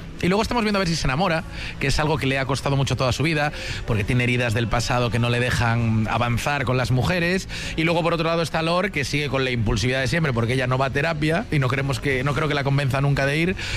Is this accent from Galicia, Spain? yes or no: yes; Galicia, Spain; Yo, además, siendo gallego, me siento aquí como en casa.